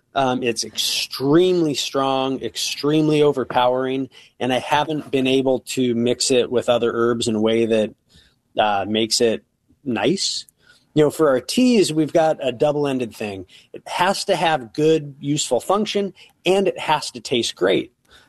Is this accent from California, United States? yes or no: yes; Bakersfield, California, United States; I'm originally from California. Bakersfield, the Central Valley of California, has some of the worst air pollution in the United States.